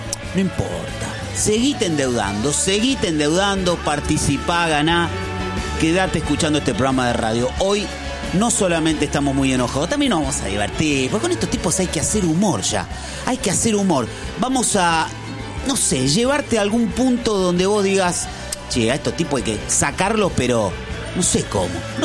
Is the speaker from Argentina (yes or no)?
yes; Argentina; ¿Vieron cómo somos los argentinos?